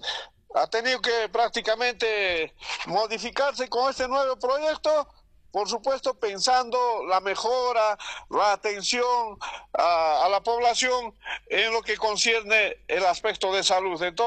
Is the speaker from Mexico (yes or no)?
no; Velille, Cusco, Peru; born there; para mi pueblo de Belille